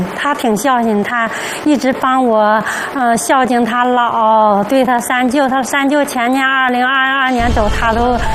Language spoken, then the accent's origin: Chinese; Northeast China, China; moved away as an adult; now in Beijing, China; 我是东北的。